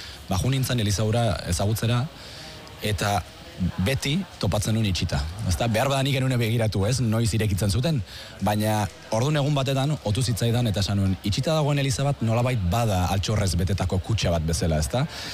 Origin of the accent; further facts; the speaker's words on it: San Sebastián, Basque Country, Spain; ni Donostiarra naiz, orduan nere kuadria guztia zegoen